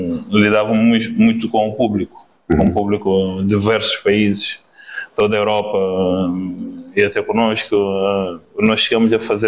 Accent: Cape Verde; moved away as an adult; now in Portugal; nós viemos na China, Ilha do Fogo.

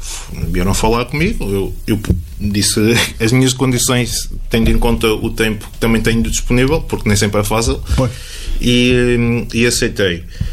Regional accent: Vouzela, Viseu, Portugal; moved away as an adult; Já não moro em Vozela, é verdade, mas estive em Vozela há 30 anos. Cresci em Vozela, tenho os meus amigos em Vozela, tenho a família em Vozela.

